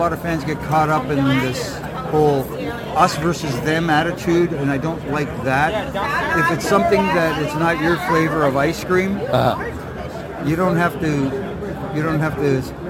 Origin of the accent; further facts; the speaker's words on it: Toronto, Ontario, Canada; growing up in Toronto